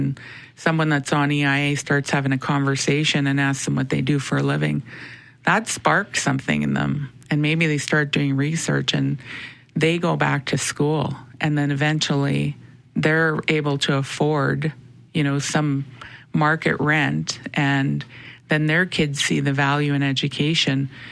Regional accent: Winnipeg, Manitoba, Canada; I always knew I was Indigenous, I always knew I was Métis. Growing up in the North End, like, being in the schools

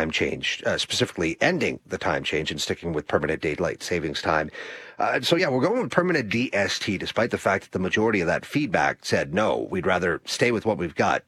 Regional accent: Saskatchewan, Canada; also born or lived in Alberta; And I did spend a couple of years growing up in Saskatchewan, so I did not know that the time change was a thing until I moved to Alberta, really. As a kid, anyway.

